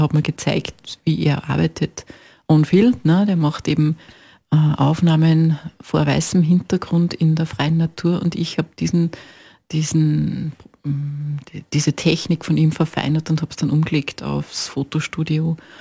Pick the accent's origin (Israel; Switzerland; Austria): Austria; Upper Austria; Ich komme aus der Nähe von Wels, Oberösterreich